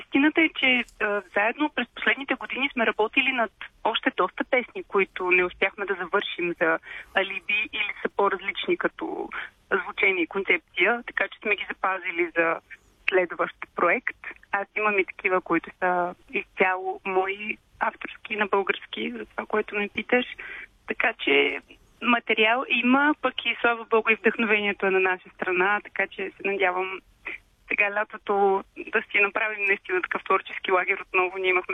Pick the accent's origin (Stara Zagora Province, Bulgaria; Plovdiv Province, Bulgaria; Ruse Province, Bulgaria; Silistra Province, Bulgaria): Silistra Province, Bulgaria; Silistra; когато танцувах класически балет в моя роден град Силистра.